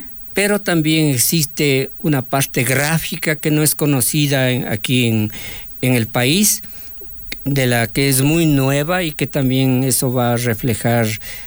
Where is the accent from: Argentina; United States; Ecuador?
Ecuador